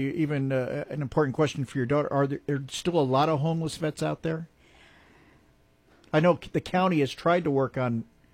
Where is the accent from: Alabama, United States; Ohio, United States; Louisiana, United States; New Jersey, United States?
New Jersey, United States; I'm from New Jersey. So New Jersey, it was like, what's in it for me type of thing.